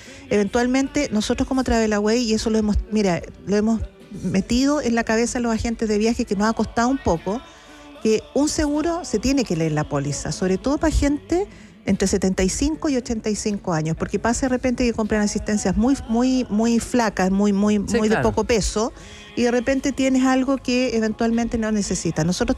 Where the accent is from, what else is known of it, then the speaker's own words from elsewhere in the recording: Chile; nosotros empezamos a viajar como chilenos también hace poco.